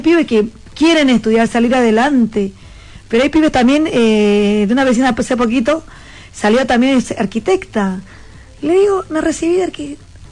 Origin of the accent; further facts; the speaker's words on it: Bolivia; now in Argentina; Yo también soy de Bolivia, no hablo quechua. Pero aprendí con el tiempo, con la gente que me rodea, aprendí quechua.